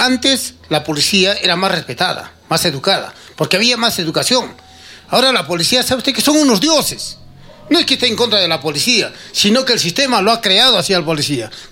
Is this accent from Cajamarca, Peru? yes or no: no; Arequipa, Peru; born there; yo soy provinciano. Yo soy nacido aquí en Arequipa, señor.